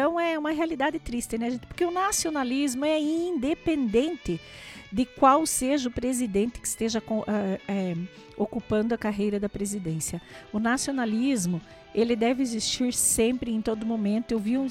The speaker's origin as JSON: {"language": "Portuguese", "country": "Brazil"}